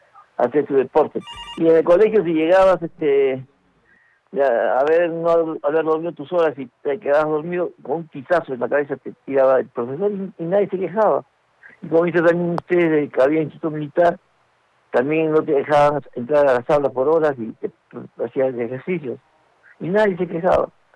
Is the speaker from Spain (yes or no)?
no; Lima, Peru; moved away as an adult; yo soy de Lima, soy de Breña, y se radico acá ya 30 años.